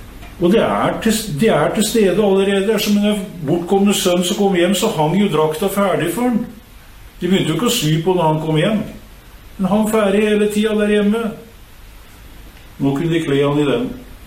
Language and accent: Norwegian; Kragerø, Telemark, Norway; der jeg kommer fra, Sandral Kragerø.